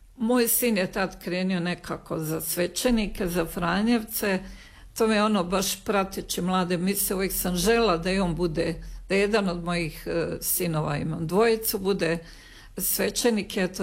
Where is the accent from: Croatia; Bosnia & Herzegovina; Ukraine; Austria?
Bosnia & Herzegovina; Plehan, Republika Srpska; Pa evo, ja sam rođena u Bosni. Odrastala sam na Plehanu, to je jedno poznato mjesto koje mi kažemo da je to u Bosni kao što je Pariz u Francuskoj, za nas je Plehan u Bosni.